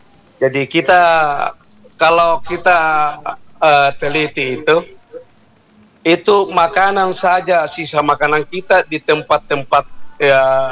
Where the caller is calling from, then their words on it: Makassar, South Sulawesi, Indonesia; kita Makassar ini